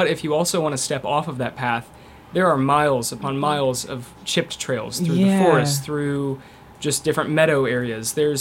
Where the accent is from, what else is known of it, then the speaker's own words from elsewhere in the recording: Lexington, Kentucky, United States; I'm from Lexington.